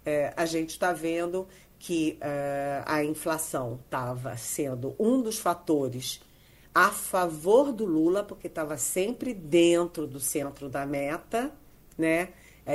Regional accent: Brazil; now in Brasília, Brazil; eu assisti como brasileira

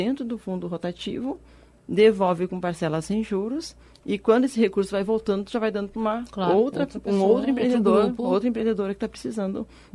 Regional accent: Santa Maria, Rio Grande do Sul, Brazil; moved away; lá no sul, sou de Santa Maria

